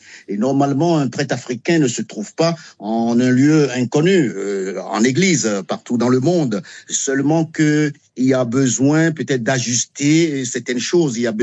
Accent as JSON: {"language": "French", "country": "Benin", "tie": "born or raised there", "lives_now": "France", "said": "même si j'avais cette vocation depuis mon enfance un peu au Bénin, bien sûr."}